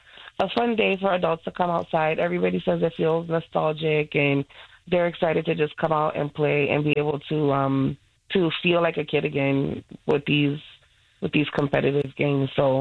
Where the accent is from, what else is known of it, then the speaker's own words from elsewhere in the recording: Boston, Massachusetts, United States; And I'm from Southie myself. I grew up in Southie.